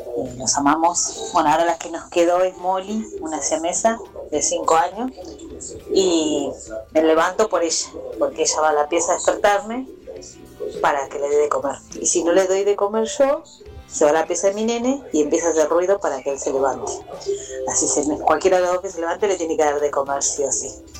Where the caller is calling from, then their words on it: Gregorio de Laferrere, Buenos Aires Province, Argentina; de la Ferrere.